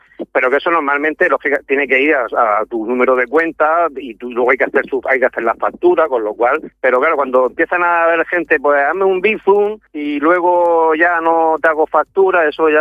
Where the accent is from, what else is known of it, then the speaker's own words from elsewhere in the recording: Region of Murcia, Spain; el clima que tenemos en Murcia